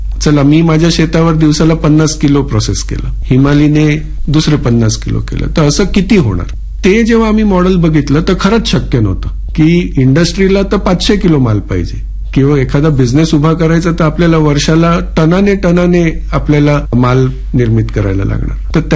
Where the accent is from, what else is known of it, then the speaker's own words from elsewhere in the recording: Bordi, Maharashtra, India; आमचं गाव समुद्र किनारी आहे आणि एक वीकेंड डेस्टिनेशन आहे तर खूप टुरिस्ट येतात. बोर्डी डहाणू हा जो परिसर आहे